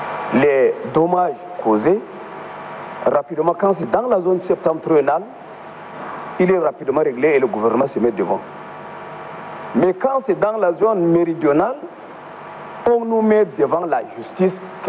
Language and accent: French; Chad; moi je viens de la province du Mayo-Kébi, je suis arrivé à 24 heures.